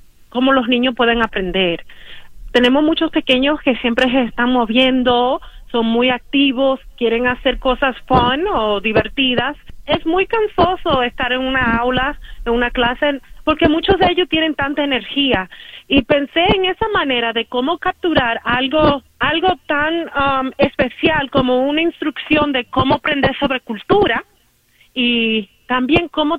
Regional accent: Santiago, Dominican Republic; Sí, Me crié en Santiago, en la República Dominicana, y para mí Santiago es muy significativo porque recuerda mucho de mi infancia

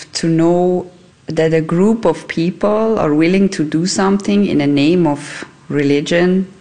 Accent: Zurich, Switzerland; I grew up in Zurich

